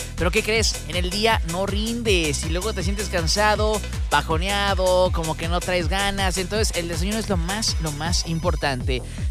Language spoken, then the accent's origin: Spanish; Mexico; como buenos mexicanos, dejamos para todo, para último momento.